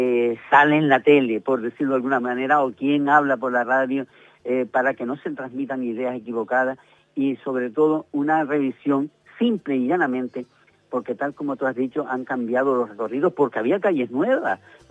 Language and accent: Spanish; Teror, Canary Islands, Spain; los hombres y mujeres de Teror